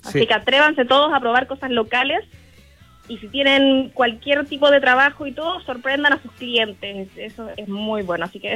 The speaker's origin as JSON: {"language": "Spanish", "town": "Pirque", "region": "Santiago Metropolitan Region", "country": "Chile", "moved": "yes", "lives_now": "Valle de Elqui area, Chile", "said": "yo soy originalmente de Pirque, mi familia es de allá y todo"}